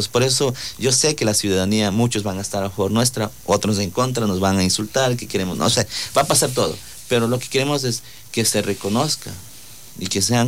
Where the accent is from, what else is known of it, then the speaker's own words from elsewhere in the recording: Sucumbíos, Ecuador; first language Cofán (A'ingae); Spanish is a second language; Yo aprendí a hablar español. Mi idioma nativo es el Aingay, el Cofán. Entonces, yo cuando fui a Quito, estudié en Quito